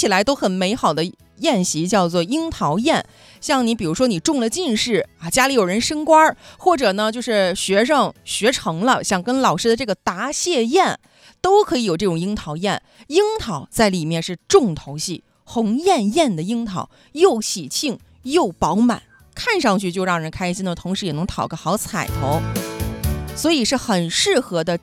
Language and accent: Chinese; China